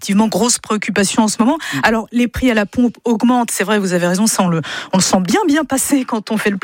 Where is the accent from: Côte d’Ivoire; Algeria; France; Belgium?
France; le Brent, tout simplement, c'est le thermomètre du prix du pétrole chez nous en France